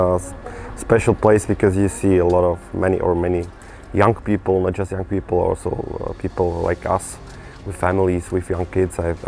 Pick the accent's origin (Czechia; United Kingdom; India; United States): Czechia; I'm from Czech Republic.